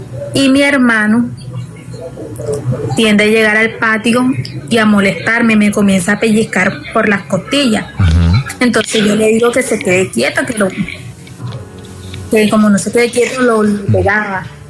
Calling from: Barranquilla, Atlántico, Colombia; De Barranquilla.

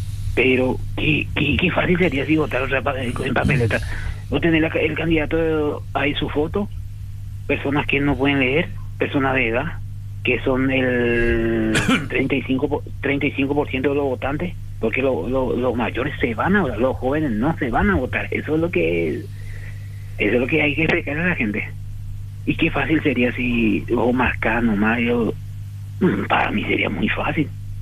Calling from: Areguá, Central, Paraguay; yo soy de Areguala

